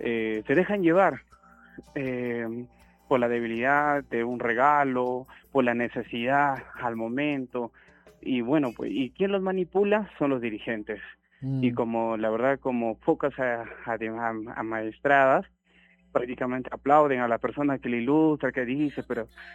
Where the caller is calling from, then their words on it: Chilca, Peru; yo vivo en Chilca Centro